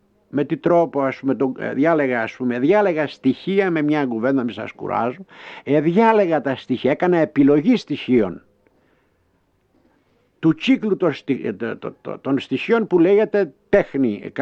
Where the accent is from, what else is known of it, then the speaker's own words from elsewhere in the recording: Crete, Greece; moved away; με υποχρέωσα να φύγω από τον τόπο μου, οπότε αυτό το ίδιο υλικό το κρατάω, το προσέχω σαν το Θεό μου και ήρθε η ώρα, η στιγμή να με φέρετε στο στούντιο, που σας ευχαριστώ πάρα πολύ για αυτό το πράγμα και όχι μόνο εγώ, αλλά σας ευχαριστώ κυρία Άννα Μακράκη και εκ μέρους του όλης της Κρήτης